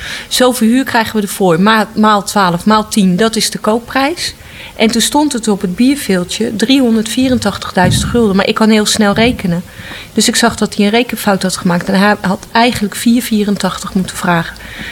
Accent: Utrecht, Netherlands; born there; Ik ben op de Oude Gracht geboren.

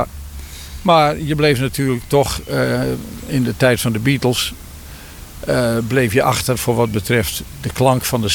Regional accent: Drenthe, Netherlands; ik ben Drent

